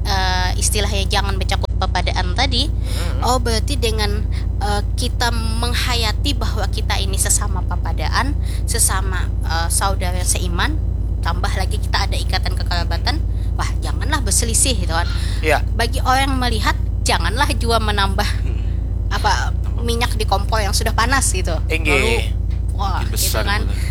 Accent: Banjar, South Kalimantan, Indonesia; kita sesama orang Banjar, sesama orang Kalimantan lah, kira-kira lah, entah itu Kalteng, Kalsel kah.

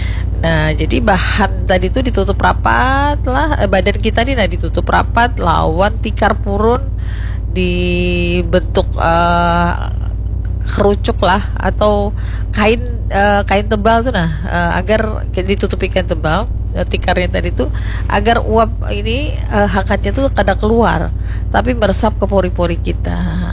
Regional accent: Banjar, South Kalimantan, Indonesia; aku orang Banjar

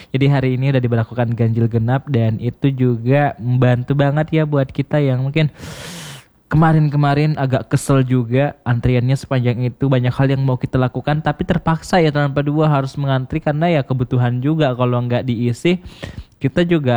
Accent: Makassar, South Sulawesi, Indonesia; sebagai warga Makassar harus antri berjam-jam

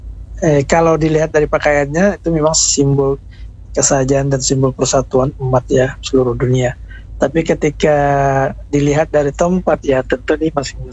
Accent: South Kalimantan, Indonesia; first language Banjar; Hampir kurang lebih 3 kilo ya, atau 3 pal dalam bahasa kita Banjar.

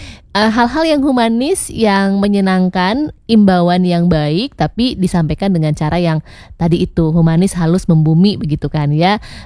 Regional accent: Yogyakarta, Special Region of Yogyakarta, Indonesia; kayak aku nih, jujur teman Pro 2 sebagai orang Jogja itu jarang banget ke Malioboro sekarang.

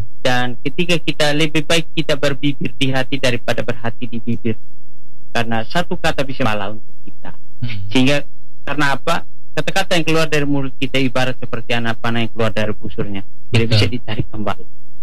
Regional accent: East Nusa Tenggara, Indonesia; ritualnya dalam kalangan kami orang Atoni itu adalah Nakete.

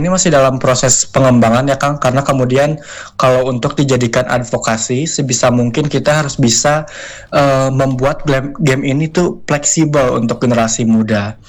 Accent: Garut, West Java, Indonesia; moved away as an adult; now in Bandung, Indonesia; Saya asli dari Garut.

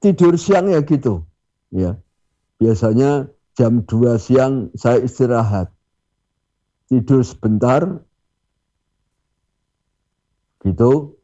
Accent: Java, Indonesia; Walaupun kita orang Jawa, keyakinan kejawen ya jangan diyakini

